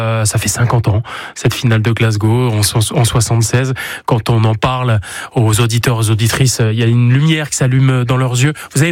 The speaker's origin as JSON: {"language": "French", "town": "Saint-Étienne", "region": "Auvergne-Rhône-Alpes", "country": "France", "said": "Le foot chez nous à Saint-Étienne"}